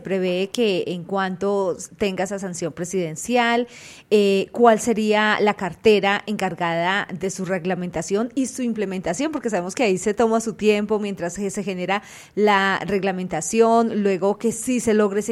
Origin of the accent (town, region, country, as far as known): Colombia